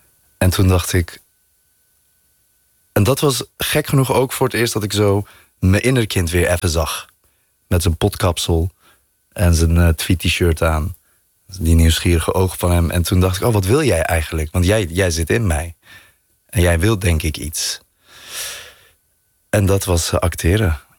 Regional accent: North Brabant, Netherlands

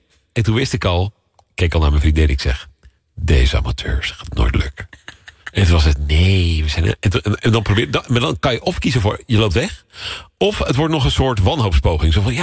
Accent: Netherlands; Soms hou je gewoon als Nederlander hou je van leedvermaak.

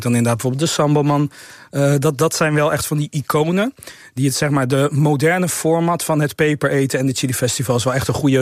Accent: Rotterdam, South Holland, Netherlands; Even iets Rotterdams wat ik als Rotterdammer heb meegenomen.

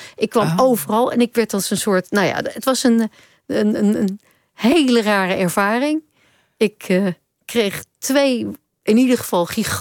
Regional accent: Amsterdam, North Holland, Netherlands; voor mij als Amsterdammer

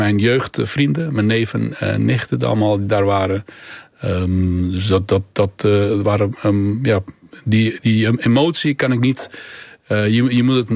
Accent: Afghanistan; moved away; maar ook 30 jaar ben ik uit Afghanistan gevlucht. En ik vertelde mijn 18-jarige zoon of 16-jarige dochter of 12-jarige zoon verhalen uit Afghanistan.

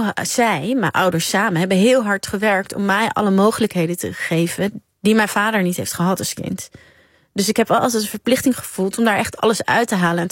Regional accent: Nieuwegein, Utrecht, Netherlands; also born or lived in Amsterdam; Nee, ik kom ook uit Nieuwegein oorspronkelijk, maar ik ben nog meer van Utrecht gaan houden de laatste paar jaar.

